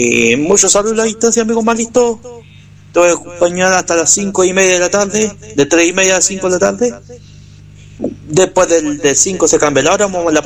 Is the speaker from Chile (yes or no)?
yes; Linares, Maule, Chile; moved away; saludos para mi pueblo, las … de Linares